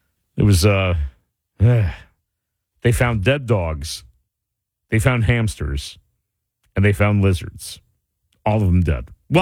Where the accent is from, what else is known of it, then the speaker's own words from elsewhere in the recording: Rahway, New Jersey, United States; I grew up in Rahway.